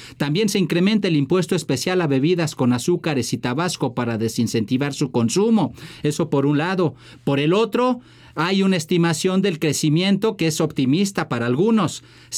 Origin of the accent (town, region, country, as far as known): Mexico